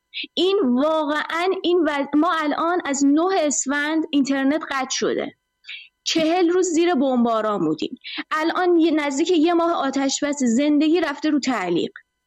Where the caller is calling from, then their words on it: Iran; از ایرانم هستم.